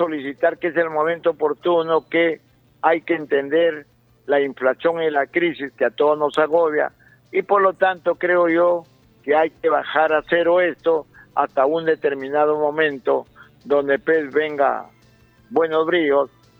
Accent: Peru; porque todos somos peruanos.

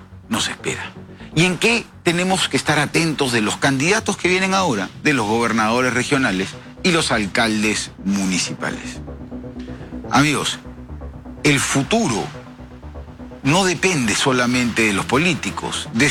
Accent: Peru

